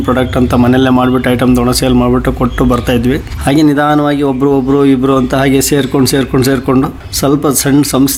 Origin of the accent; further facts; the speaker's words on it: Koduru, Karnataka, India; now in Shivamogga, India; ನಾವೆಲ್ಲ ಹೊಸನಗರ ತಾಲೂಕಲ್ಲಿ, ಕೋಡೂರು ಅಂತ ಅಂದ್ಬಿಟ್ಟು ಅಲ್ಲಿ ಅಲ್ಲಿ ಹುಟ್ಟಿ ಅಲ್ಲೇ ಬೆಳೆದಿದ್ದು.